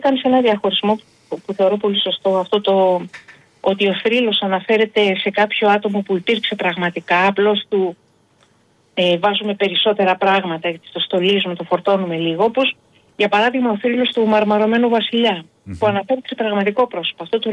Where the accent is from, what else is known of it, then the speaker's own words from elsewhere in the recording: Greece; επειδή κάποιος με ρώτησε αν είμαι Ελληνίδα, από όσο ξέρω είμαι Ελληνίδα.